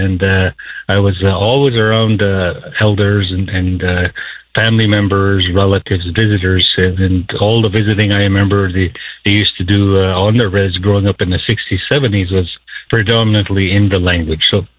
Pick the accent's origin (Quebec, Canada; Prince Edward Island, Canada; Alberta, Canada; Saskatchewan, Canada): Saskatchewan, Canada; first language Cree; English is a second language; We spoke Cree first before we even went to school. We learned English in elementary school in Paignton, Saskatchewan, but I always remember hearing the language.